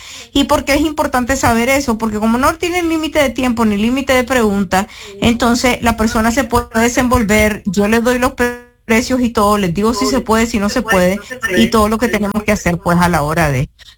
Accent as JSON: {"language": "Spanish", "region": "Chinandega", "country": "Nicaragua", "said": "Ah, yo soy chinandegano. So, para los que nos están escuchando, Chinandega, que es el pueblo mío, junto con el pueblo de él, están a 20 minutos."}